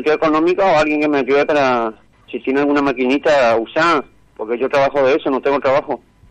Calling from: Argentina; soy de Villa de Andrés.

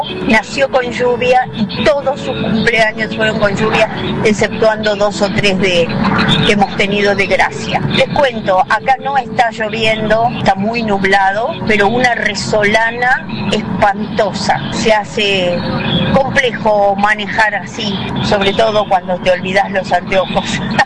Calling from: Verónica, Buenos Aires Province, Argentina; yo vivo en Verónica, Punta Indio

